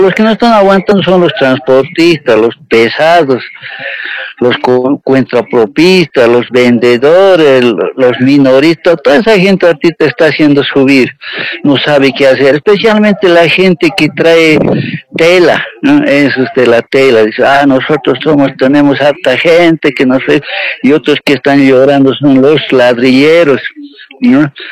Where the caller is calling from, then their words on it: Bolivia; Estoy llamando desde Huichicoya, Alta Avenida Evo Morales Ayma.